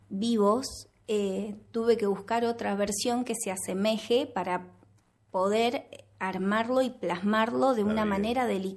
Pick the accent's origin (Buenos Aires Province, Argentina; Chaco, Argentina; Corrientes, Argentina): Buenos Aires Province, Argentina; Ramallo; del pueblo donde vivo, donde me crié